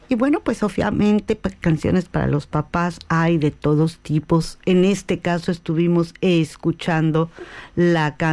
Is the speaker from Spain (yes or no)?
no; Mexico; Así somos los mexicanos.